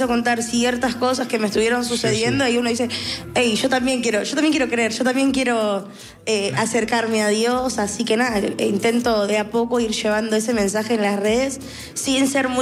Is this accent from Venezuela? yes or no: no; Buenos Aires, Argentina; Claro, porque yo soy de Chicago, ¿viste?